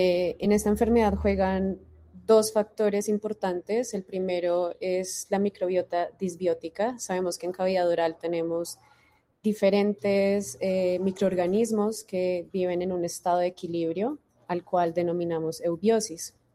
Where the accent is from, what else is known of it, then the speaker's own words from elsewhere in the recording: Colombia; Creo que sería importante como investigadora colombiana empezar a estudiar pues nuestra flora